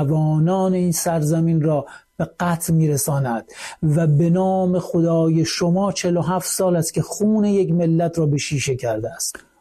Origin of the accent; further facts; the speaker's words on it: Iran; من نه به عنوان یک ایرانی زنده مذهب، بلکه به عنوان یک ایرانی سکولار